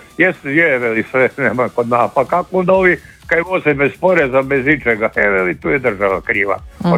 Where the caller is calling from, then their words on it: Karlovac, Karlovac County, Croatia; Ja inače zovem pokraj Karlovca, iz Karlovca sam